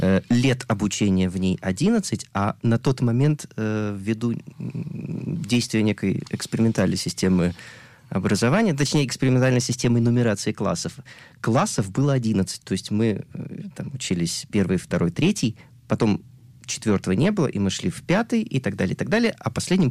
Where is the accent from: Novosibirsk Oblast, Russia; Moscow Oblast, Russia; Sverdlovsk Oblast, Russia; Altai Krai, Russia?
Sverdlovsk Oblast, Russia; Nizhny Tagil; moved away as an adult; also born or lived in Yekaterinburg; now in Haifa, Israel; я из России, с Урала, из маленького города Нижнего Тагила, где я родился, начинал учиться там в первой музыкальной школе имени Римского-Корсакова